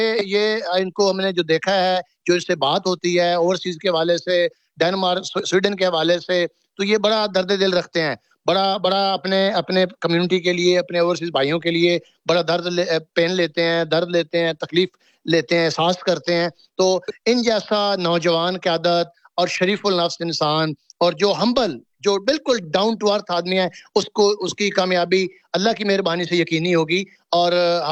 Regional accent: Punjab, Pakistan; ہم زیادہ لوگ پنجاب کے رہنے والے ہیں میرا خیال ہے

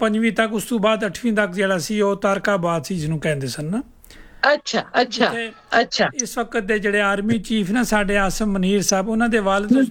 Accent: Rawalpindi, Punjab, Pakistan; also born or lived in Gulyana; ਮੈਂ ਪਿੰਡੀ 'ਚ ਪੈਦਾ ਹੋਇਆ, ਪਿੰਡੀ ਮੇਰਾ ਸ਼ਹਿਰ ਹੈ, ਵੈਸੇ ਮੇਰਾ ਗਾਉਂ ਗੁਲਿਆਣਾ, ਗੁਲਿਆਣੇ ਦਾ ਮੈਂ ਰਹਿਣ ਵਾਲਾ

